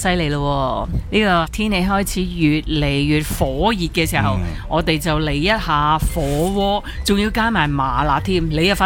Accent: Hong Kong

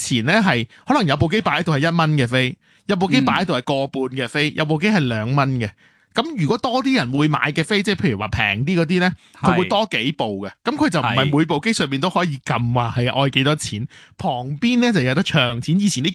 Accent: Hong Kong; 我哋香港人

